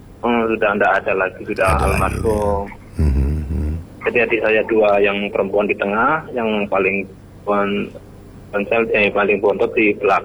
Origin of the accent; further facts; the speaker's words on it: Java, Indonesia; Sedangkan saya itu dari Jawa itu 4 hari berapa malam gitu loh.